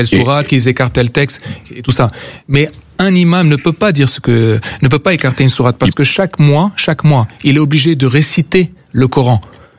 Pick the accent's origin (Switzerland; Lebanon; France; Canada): Lebanon; Moi, je suis né au Liban et j'ai grandi. J'avais des amis musulmans.